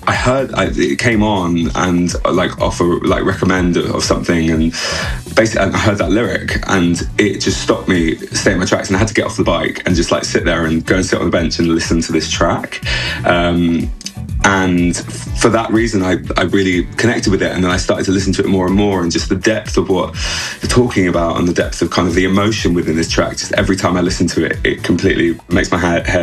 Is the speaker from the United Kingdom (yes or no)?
yes; London, United Kingdom; moved away as an adult; also born or lived in Liverpool; Yeah, so originally I'm from London, and I lived in Southwest